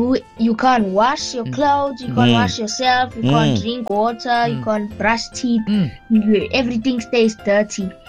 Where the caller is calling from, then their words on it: Pietermaritzburg, KwaZulu-Natal, South Africa; I'm from PMP.